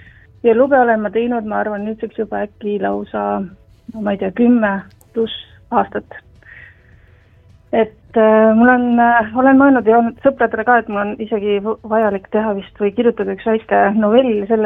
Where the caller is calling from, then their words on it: Tartu, Tartu County, Estonia; ja Tartust.